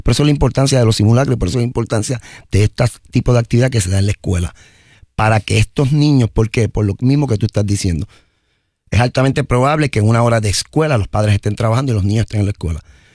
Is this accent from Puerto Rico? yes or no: yes; Puerto Rico; crear la conciencia a todos como puertorriqueños de que consistentemente tenemos que seguir preparándonos